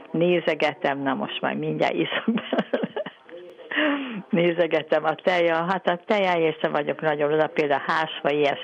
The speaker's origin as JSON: {"language": "Hungarian", "region": "Budapest", "country": "Hungary", "tie": "born or raised there", "lives_now": "Zalaegerszeg, Hungary", "said": "Pedig nagyon egészségesen éltünk gyerekkorunkban, én Budán laktam, most Zalaegerszegen élek, ide jöttem férhez"}